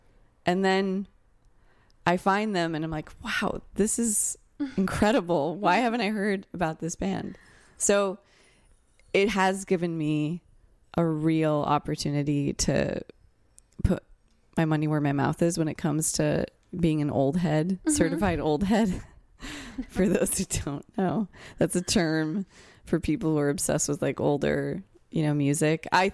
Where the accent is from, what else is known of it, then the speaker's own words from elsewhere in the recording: San Francisco, California, United States; I think the multicultural landscape I grew up in really influenced me. The fact that so many people from so many different backgrounds were here